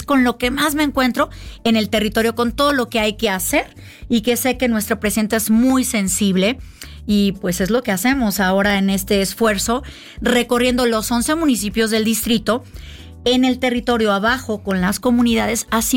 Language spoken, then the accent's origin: Spanish; Michoacán, Mexico; Hay una familia más allá de la comunidad, de ahí es de donde yo vengo, y esta parte de Michoacán debe conocerse.